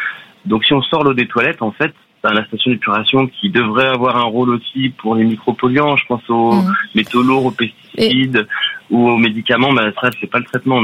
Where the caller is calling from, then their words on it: Nouvelle-Aquitaine, France; moi, je suis au Pays Basque.